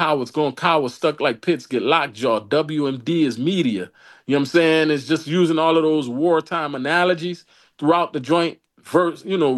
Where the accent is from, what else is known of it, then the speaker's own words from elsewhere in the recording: New Orleans, Louisiana, United States; growing up in New Orleans